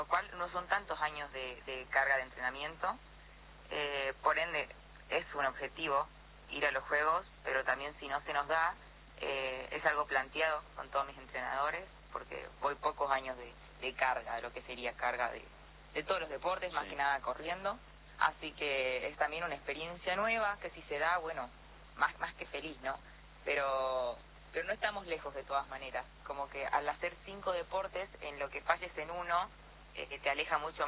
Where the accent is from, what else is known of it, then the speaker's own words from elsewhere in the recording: Salta, Argentina; now in Buenos Aires, Argentina; De Salta, Salta Capital.